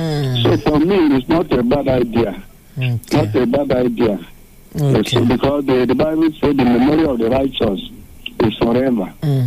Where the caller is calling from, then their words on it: Oban, Cross River, Nigeria; I'm calling you from Oban.